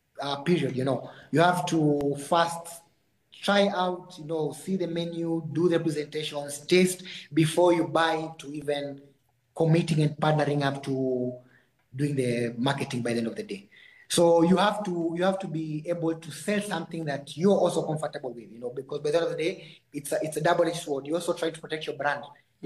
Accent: Kenya; now in Botswana

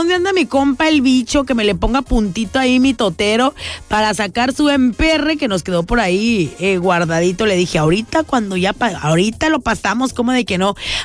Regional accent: Mexico

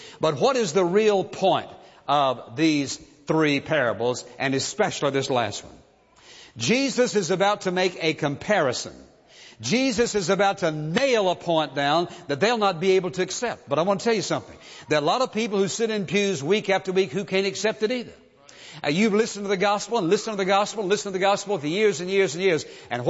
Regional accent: Virginia, United States; I grew up in Virginia, and my hometown where I lived was just always a mile or two out in the country to where the farms were.

